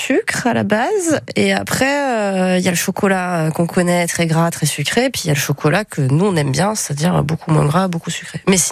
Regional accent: Bourgogne-Franche-Comté, France; now in Basque Country, France; Non, j'ai grandi plus vers le Jura.

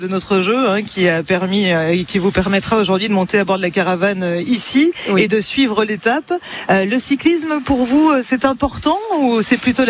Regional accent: Auvergne-Rhône-Alpes, France; parce qu'on sait vivre chez nous en Ardèche

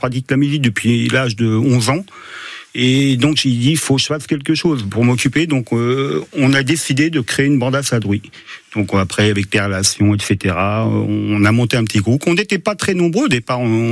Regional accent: Chinon, Centre-Val de Loire, France; Alors moi, je suis natif de Chinon, je ne vais pas renier mes origines

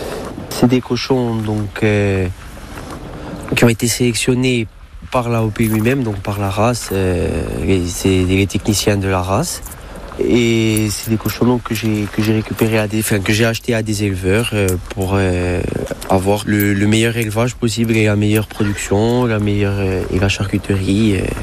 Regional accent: Moriani, Corsica, France; Je suis de Morgnani, on va dire, de la plaine orientale et de Luciane, donc en dessous de Bastia.

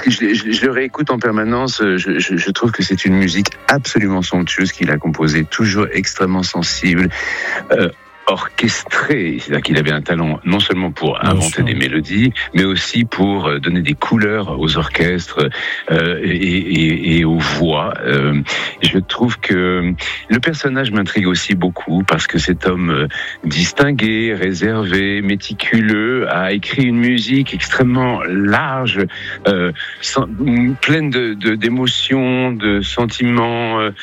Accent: Limours, Île-de-France, France; also born or lived in Clairefontaine-en-Yvelines; moi, je suis un enfant de la vallée de Chevreuse, hein, parce que j'ai été élevé entre le bout de la vallée de Chevreuse, qui est Limours. J'ai ensuite habité à Clairefontaine en Yvelines, à côté de Rambouillet.

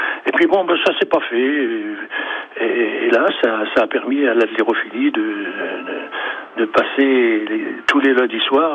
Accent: Nancy, Grand Est, France; born there; now in Carpentras, France; Oui, je suis né à Nancy.

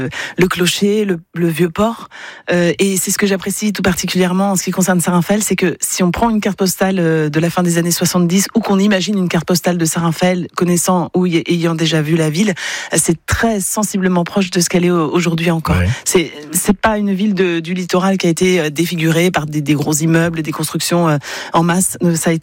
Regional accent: Le Creusot, Bourgogne-Franche-Comté, France; born there; accent: Burgundian; c'est mieux vu de reproduire l'accent bourguignon. Je suis né au Creusot, en Bourgogne.

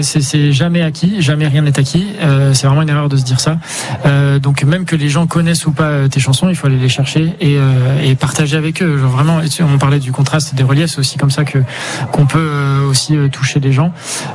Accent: France; Oui, oui, je suis français, quoi.

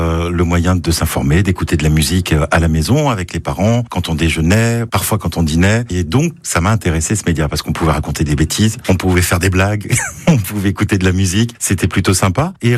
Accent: Guéret, Nouvelle-Aquitaine, France; Alors moi, j'ai grandi en Creuse, je suis creusois, guérétois

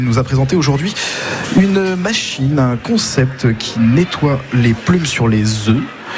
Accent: Brittany, France; chez nous en Bretagne

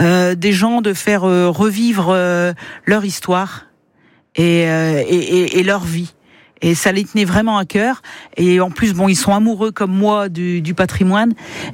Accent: Hauts-de-France, France; now in Auneuil, France

